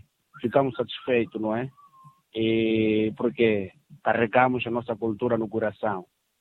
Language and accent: Portuguese; Nampula, Mozambique; sou natural de Nampula.